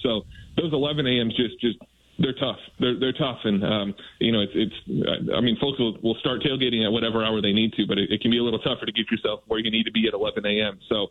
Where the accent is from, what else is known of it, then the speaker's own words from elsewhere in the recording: Minnesota, United States; I grew up in Minnesota, so I have been introduced to this as it has come back.